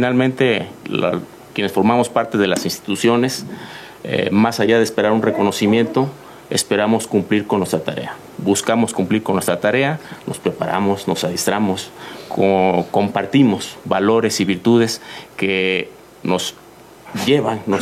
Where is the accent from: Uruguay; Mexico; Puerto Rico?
Mexico; Es un orgullo como mexicanos, como mexicanas